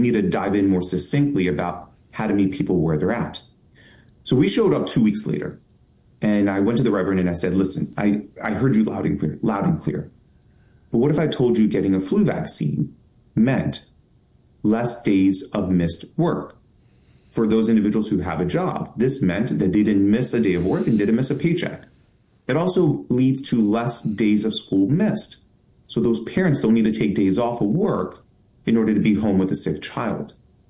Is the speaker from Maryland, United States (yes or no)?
yes; Baltimore, Maryland, United States; I'm a son of Baltimore, born and raised, and growing up in Greektown, Highland Town, we had a Hopkins Hospital in our backyard.